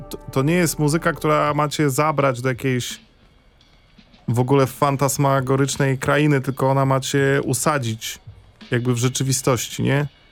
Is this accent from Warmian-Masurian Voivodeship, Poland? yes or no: yes; Olsztyn, Warmian-Masurian Voivodeship, Poland; a u nas w Olsztynie to była Brudna Północ